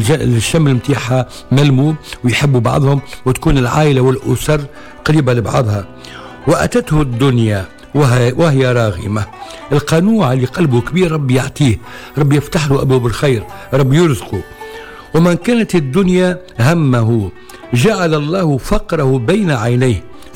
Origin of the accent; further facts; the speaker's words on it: Tunisia; وربي يحفظ بلادنا تونس الحبيبة الغالية